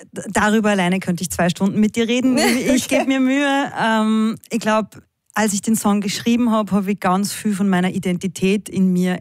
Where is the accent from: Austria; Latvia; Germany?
Austria; Upper Austria; mit meinen Wurzeln zu tun, also mit dem Dialekt und mit da, wo ich herkomme und Oberösterreich und meine Familie und so.